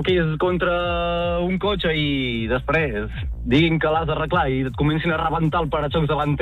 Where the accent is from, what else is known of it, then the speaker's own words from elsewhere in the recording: Banyoles, Catalonia, Spain; Soc de Banyoles i jo diria Sal.